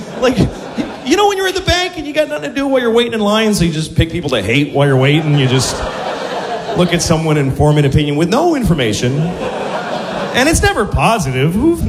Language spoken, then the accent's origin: English; Boston, Massachusetts, United States; moved away; I grew up in Boston